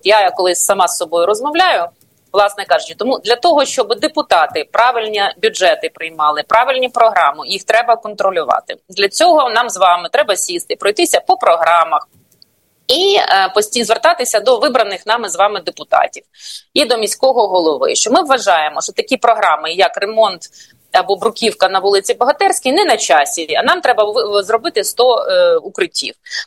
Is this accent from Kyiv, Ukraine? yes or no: yes; Kyiv, Ukraine; я киянка, яка теж платить податки тут